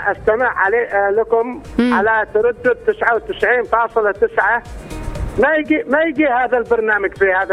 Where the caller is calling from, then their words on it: Aden, Yemen; أنا أتكلم معاكم من عدن، من داخل محمية الحشوة.